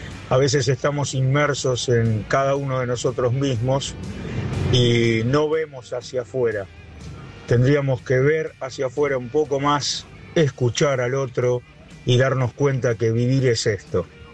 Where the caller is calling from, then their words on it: Buenos Aires, Argentina; de Villa Crespo